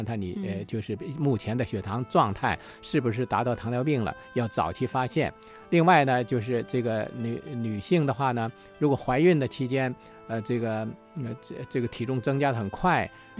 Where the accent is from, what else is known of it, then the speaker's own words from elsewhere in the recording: China; 对于我们中国人来说的话呢